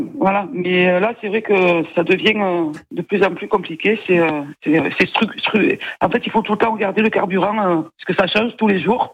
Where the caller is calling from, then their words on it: France; Alors, j'habite à Riens, je travaille au Pucelle Préparade dans une ESAT.